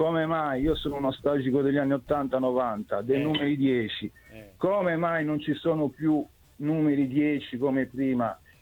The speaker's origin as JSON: {"language": "Italian", "town": "Cagliari", "region": "Sardinia", "country": "Italy", "said": "Io sono di Cagliari, Porta Cagliari, però sono romanista."}